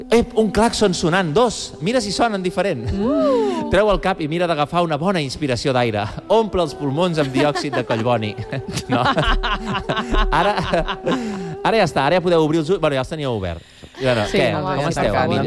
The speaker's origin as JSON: {"language": "Catalan", "town": "Terrassa", "region": "Catalonia", "country": "Spain", "said": "Jo soc de Terrassa i vaig estudiar a l'Autònoma."}